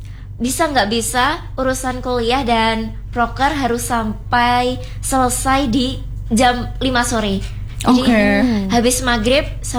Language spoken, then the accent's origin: Indonesian; Ponorogo, East Java, Indonesia; moved away as an adult; now in Malang, Indonesia; asal saya dari Ponorogo